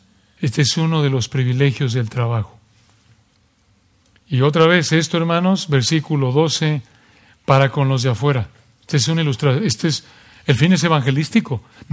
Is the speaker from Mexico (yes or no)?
yes; Mexico; cuando éramos niños allí en México